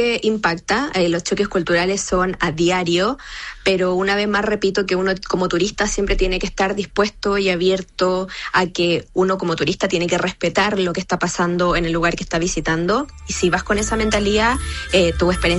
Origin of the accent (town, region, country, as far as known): Chile